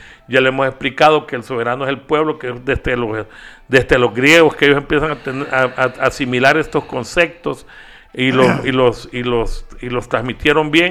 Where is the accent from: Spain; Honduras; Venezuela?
Honduras